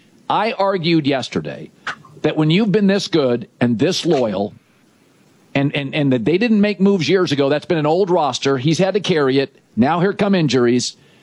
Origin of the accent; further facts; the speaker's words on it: Pacific Northwest, United States; I grew up in the Northwest